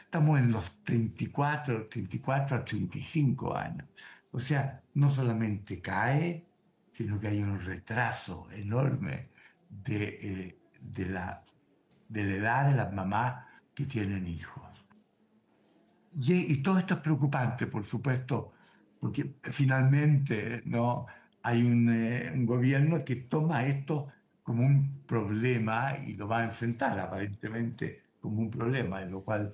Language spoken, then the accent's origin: Spanish; Chile